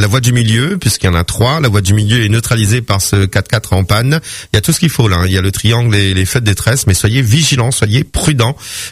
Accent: Réunion; chez nous, à La Réunion

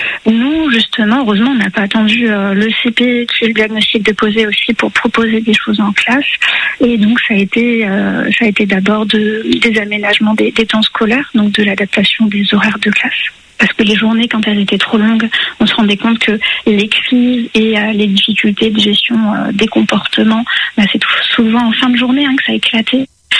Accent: Grand Est, France; Alors moi, je suis de Moselle, donc dans le Grand Est, frontière allemande.

